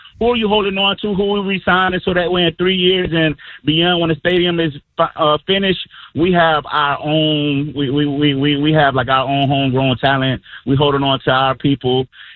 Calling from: Lakeland, Florida, United States; I'm from Lakeland

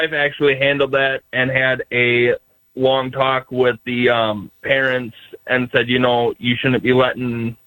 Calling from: Wisconsin, United States; I live in Wisconsin.

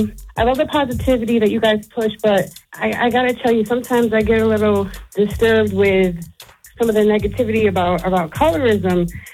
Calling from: Reading, Pennsylvania, United States; I'm from Reading, Pennsylvania.

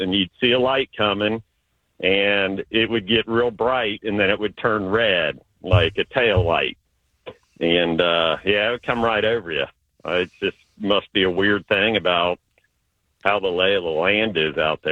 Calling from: Hamilton, Ohio, United States; I'm from Hamilton

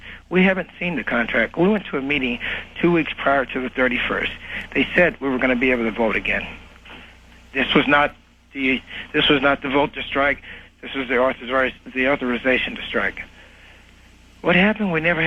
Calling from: Florida, United States; I'm calling from South Florida.

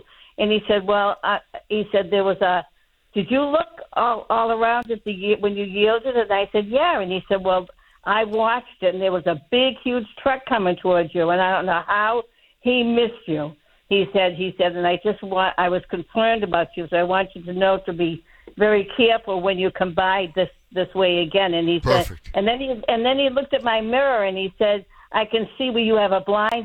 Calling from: Weymouth, Massachusetts, United States; here in Weymouth

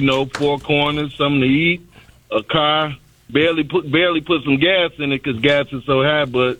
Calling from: Chicago, Illinois, United States; because I was from Chicago.

